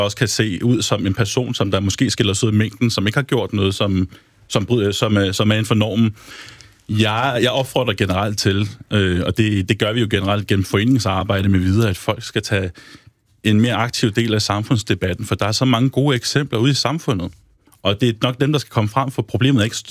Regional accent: Aarhus, Central Denmark Region, Denmark; now in Copenhagen, Denmark; Jeg kommer fra Aarhus. Mine oldeforældre kom hertil fra Tyrkiet.

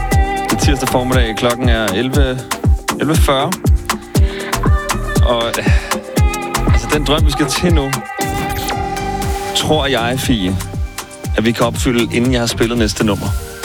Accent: Region of Southern Denmark, Denmark; jeg er jo fra Smørmag, det er nabobyen.

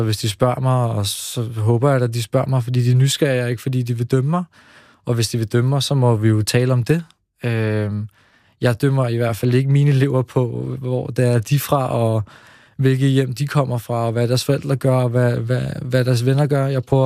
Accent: Slagelse, Zealand, Denmark; Altså jeg er vokset op i delvist i Slagelse, hvor at jeg flere gange er blevet enten troet eller jagtet på baggrund af, hvor jeg er fra.

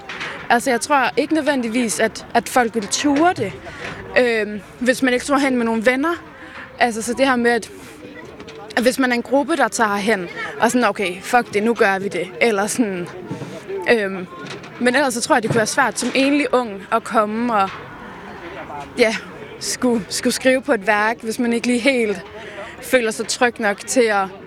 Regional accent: Region of Southern Denmark, Denmark; vi kommer flere af os fra Davene

